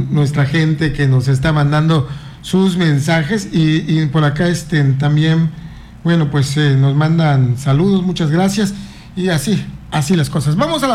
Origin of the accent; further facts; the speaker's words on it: Mexico; ¿Sabe cómo lo somos los mexicanos en general, no?